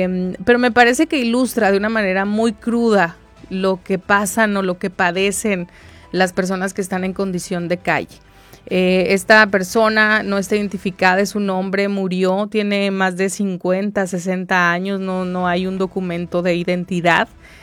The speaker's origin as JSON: {"language": "Spanish", "town": "Mexicali", "region": "Baja California", "country": "Mexico", "said": "los que somos de Mexicali"}